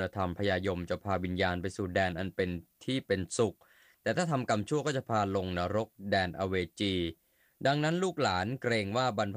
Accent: Central Thailand, Thailand; แต่ผมเนี่ยในฐานะที่เป็นคนภาคกลางเราก็ได้ยินมานานนะ

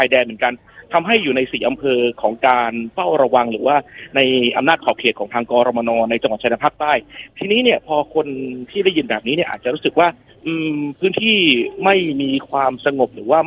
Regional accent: Na Mom, Songkhla, Thailand; ผมเองเนี่ยเป็นคนสงขลาเป็นคนอำเภอนาหม่อม

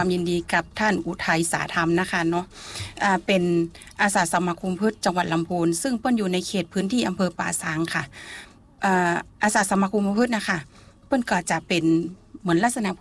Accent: Chiang Mai, Thailand; now in Lamphun, Thailand; เป็นคนเชียงใหม่เจ้า

